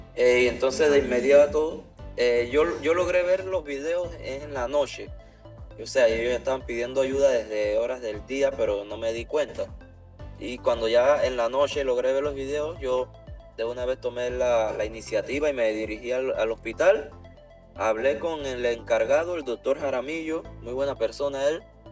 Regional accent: Chitré, Herrera, Panama; Sí, somos de acá, de Chitré.

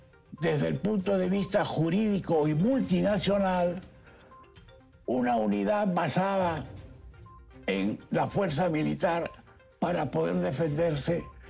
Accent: Panama; debe enorgullecer a los panameños, incluyéndome a mí

